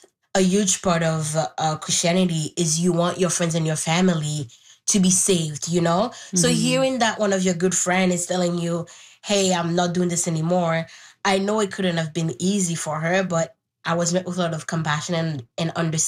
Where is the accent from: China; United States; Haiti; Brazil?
Haiti; born or raised there; first language Haitian Creole; English is a second language